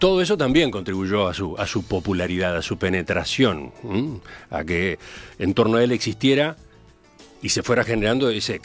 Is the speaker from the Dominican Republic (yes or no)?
no; Uruguay